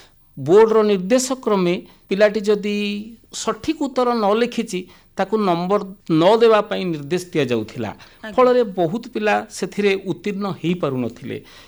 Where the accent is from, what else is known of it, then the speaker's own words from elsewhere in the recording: Odisha, India; now in Rayagada, India; ପ୍ରକୃତ ଘର କଟକ ଜିଲ୍ଲା।